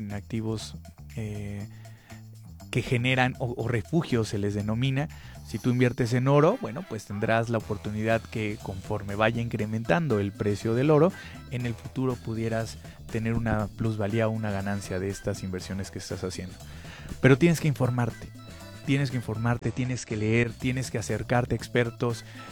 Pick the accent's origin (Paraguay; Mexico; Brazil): Mexico; Vivimos en un país que, por ley, tiene muchas garantías para quienes vivimos en este hermoso país que es México.